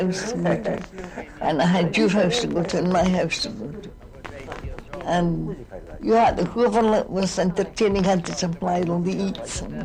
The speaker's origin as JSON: {"language": "English", "region": "Scotland", "country": "United Kingdom", "moved": "yes", "said": "I came from Scotland, you know"}